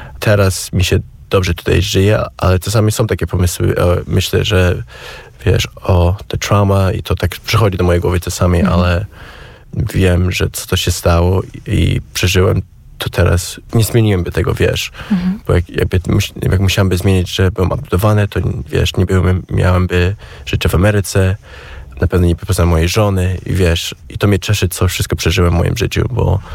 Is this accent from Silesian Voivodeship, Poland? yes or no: no; Warsaw, Masovian Voivodeship, Poland; born there; also born or lived in Alaska, United States; Przyszłem tutaj na wakacje 3 lata temu, żeby po prostu, wiesz, zobaczyć moje miasto, gdzie się urodziłem